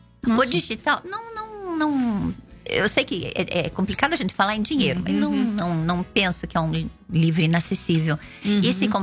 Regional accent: Telêmaco Borba, Paraná, Brazil; É a cidade onde eu nasci, é aqui onde eu aprendi a escrever, onde eu dei meus primeiros passos.

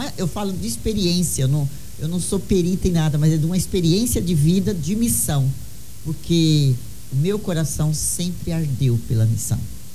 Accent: Terra Boa, Paraná, Brazil; born there; eu nasci em Terra Boa, numa cidadezinha do Paraná.

